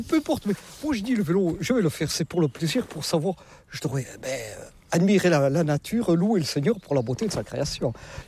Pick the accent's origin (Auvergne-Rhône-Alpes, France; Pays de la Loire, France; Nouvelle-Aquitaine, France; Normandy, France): Nouvelle-Aquitaine, France; Avec mon accent, je ne suis pas du Nord-la-Loire, non. Je suis des Landes, du pays de Saint-Vincent-de-Paul.